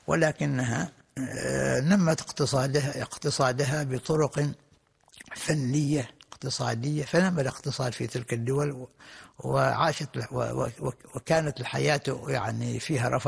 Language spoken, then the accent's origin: Arabic; Oman; فدائما الإنسان حتى عندنا في عمان كنا نحن يعني في السابق نرى أن الشخص الذي عنده عدد من الأولاد ينظر إليه بهيبة وإجلال،